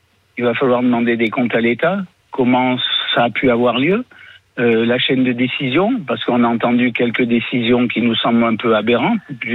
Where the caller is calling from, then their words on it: Le Porge, Nouvelle-Aquitaine, France; ça fait que 15 ans que j'habite au Porge.